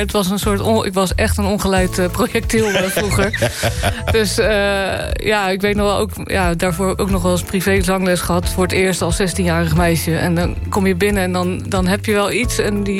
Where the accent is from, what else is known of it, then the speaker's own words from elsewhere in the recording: Bleiswijk, South Holland, Netherlands; also born or lived in Rotterdam; Ik ben in het ziekenhuis geboren, maar ik ben in Bleiswijk opgegroeid.